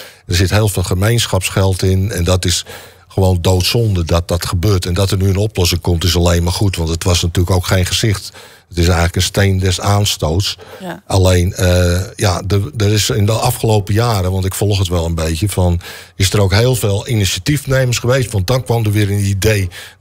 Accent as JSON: {"language": "Dutch", "town": "Dronten", "region": "Flevoland", "country": "Netherlands", "said": "Ik kom uit Dronten, dus ik heb daar minder mee. Almere kan daar meer van vinden dan ik als Drontenaar van vind."}